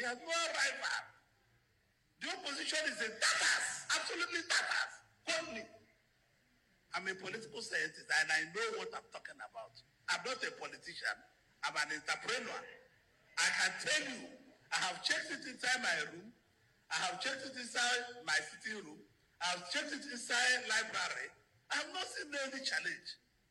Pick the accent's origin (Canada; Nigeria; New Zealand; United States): Nigeria